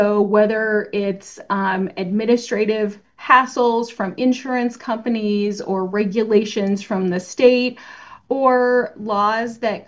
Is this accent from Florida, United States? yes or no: no; Cheyenne, Wyoming, United States; moved away as an adult; now in Idaho, United States; I was in the community where I grew up in Cheyenne, Wyoming, and I thought I was set. And then by the end of 2007, I had moved with the puppy and ended up in Idaho